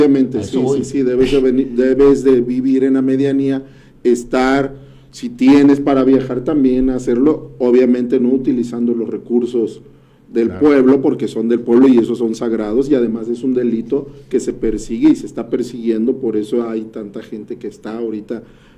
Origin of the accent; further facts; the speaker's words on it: Mexico; nos da a nosotros una identidad como mexicanos.